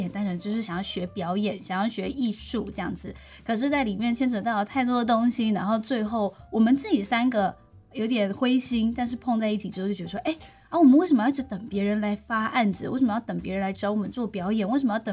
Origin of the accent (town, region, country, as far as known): Taiwan